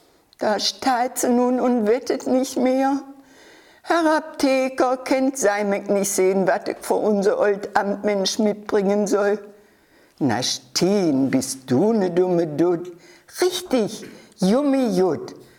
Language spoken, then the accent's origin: German; Schadeleben, Saxony-Anhalt, Germany; Ich komme aus Schadeleben, der Nachbarort von Korstedt.